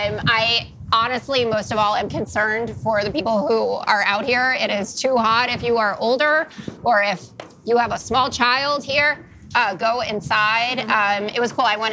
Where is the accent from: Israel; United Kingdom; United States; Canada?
United States; New York; There was a long line out of New York, which I took as a personal affirmation of my home state